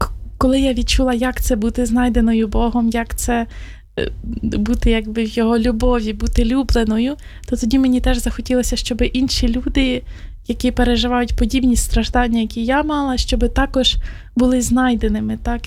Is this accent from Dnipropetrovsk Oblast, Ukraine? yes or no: yes; Pavlohrad, Dnipropetrovsk Oblast, Ukraine; я сама походжу родом з Дніпропетровської області, з міста Павлоград.